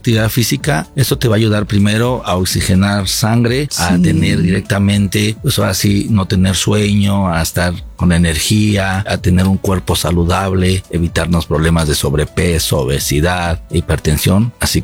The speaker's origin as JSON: {"language": "Spanish", "town": "Ixmiquilpan", "region": "Hidalgo", "country": "Mexico", "said": "del municipio de Ixmiquilpan, Hidalgo."}